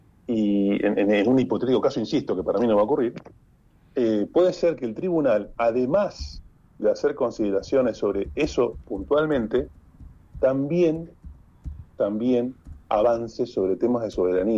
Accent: Argentina; yo soy argentino, naturalmente

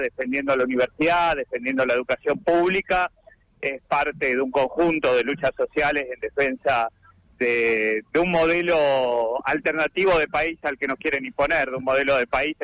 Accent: Trelew, Chubut, Argentina; somos de Trelew, caminamos los barrios

